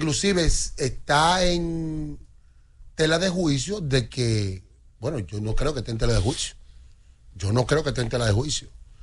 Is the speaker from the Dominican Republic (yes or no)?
yes; Santo Domingo, Dominican Republic; yo soy de Villa Francisco.